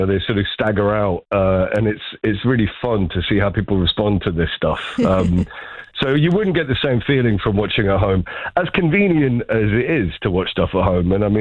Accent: Enfield, London, United Kingdom; I grew up in Enfield, actually, on the outskirts, I guess

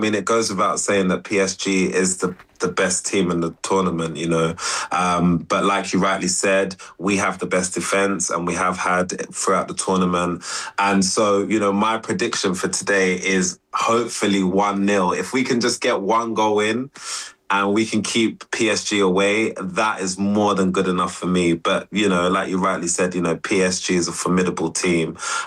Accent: London, United Kingdom; being a Londoner, being born and raised here

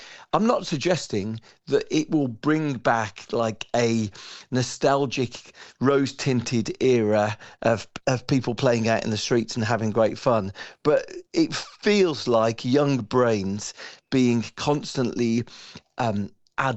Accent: United Kingdom; as a British person in an American company

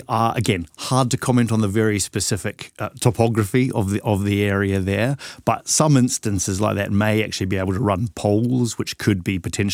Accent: New Zealand; now in United Kingdom; I'm originally from New Zealand

